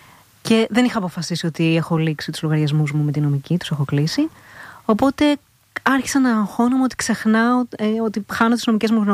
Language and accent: Greek; Kavala, Eastern Macedonia and Thrace, Greece; moved away as an adult; also born or lived in Athens / Thessaloniki; Είμαι από την Καβάλα, μεγάλωσα στην Καβάλα, ως τα 18 μου. Έλειπα 17 χρόνια στην Αθήνα και εκεί που ήμουνα μισό-μισό να γίνω Αθηναία.